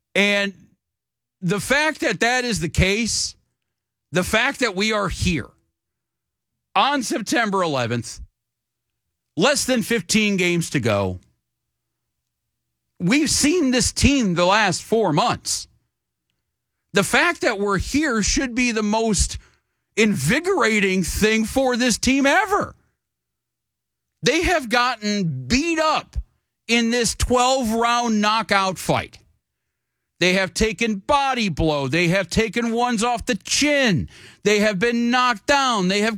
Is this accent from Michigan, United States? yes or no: yes; Kalamazoo, Michigan, United States; born there; moved away; I was born in Kalamazoo, Michigan, had family in Detroit.